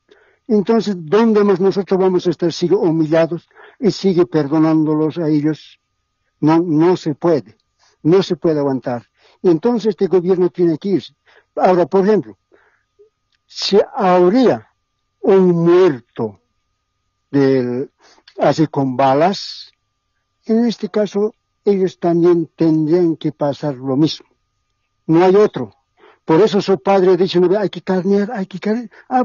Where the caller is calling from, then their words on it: Cochabamba, Bolivia; Yo estoy llamando de Cochabamba.